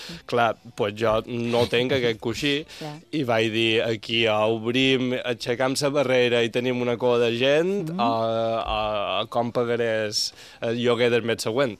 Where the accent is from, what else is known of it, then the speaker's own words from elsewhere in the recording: Balearic Islands, Spain; jo som mallorquí, tota la meva família és mallorquina